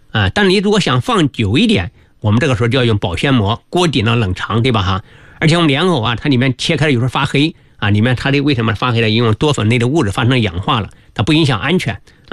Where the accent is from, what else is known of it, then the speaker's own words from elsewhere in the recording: Hubei, China; moved away; 因为我老家是湖北的，我们湖北的种的都是山药